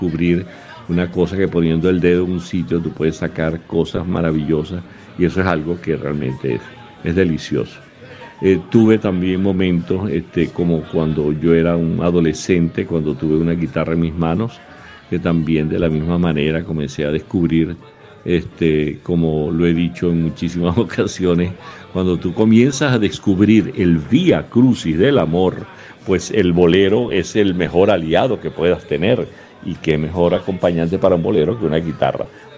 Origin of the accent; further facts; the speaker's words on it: Calabozo, Guárico, Venezuela; Porque siempre allá en mi pueblo Calabozo, siempre se ponderaba lo que es la figura gigantesca de Antonio Esteves